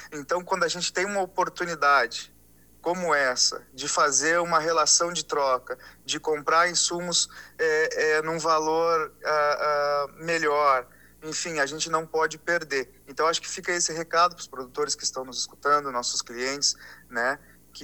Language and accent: Portuguese; Cruz Alta, Rio Grande do Sul, Brazil; born there; now in Bagé, Brazil; Eu, natural, …, eu sou de Cruz Alta.